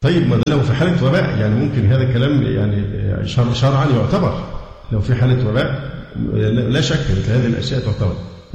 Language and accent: Arabic; Egypt; عندنا في مصر